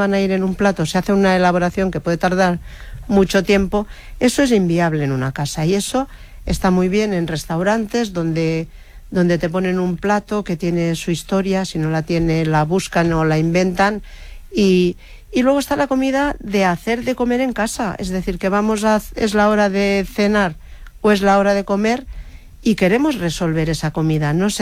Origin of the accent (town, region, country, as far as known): Lleida, Catalonia, Spain